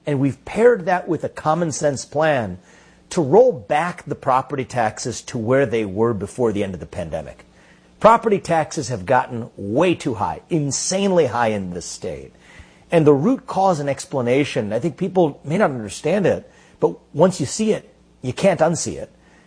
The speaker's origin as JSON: {"language": "English", "town": "Cincinnati", "region": "Ohio", "country": "United States", "tie": "born or raised there", "said": "including in places like Trumbull County, including in places like my hometown of Cincinnati"}